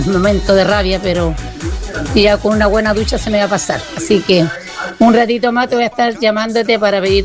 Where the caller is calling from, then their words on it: Chile; nosotros somos chilenos, somos hermanos